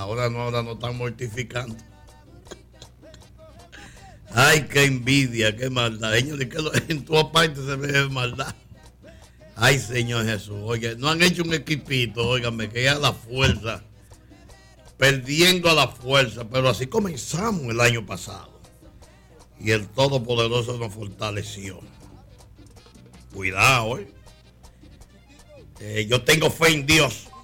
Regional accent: Mao, Valverde, Dominican Republic; Porque Jean-Philippe es una compañía constructora de mi pueblo. Mao

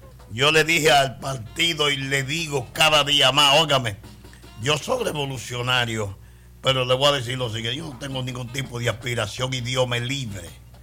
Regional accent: Mao, Valverde, Dominican Republic; Es preocupante lo que está pasando en mi pueblo.

